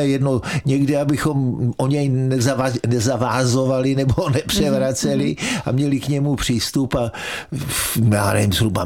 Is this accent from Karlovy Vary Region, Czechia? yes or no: no; Holice, Pardubice Region, Czechia; jsem vyrůstal v Holicích